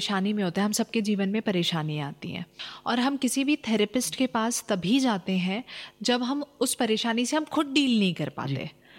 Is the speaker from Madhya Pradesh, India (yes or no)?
yes; Bhopal, Madhya Pradesh, India; मेरा जन्म भोपाल में ही हुआ, मैं भोपाल में ही पली बड़ी हूँ। स्कूलिंग, कॉलेज सब मेरा भोपाल से ही हुआ।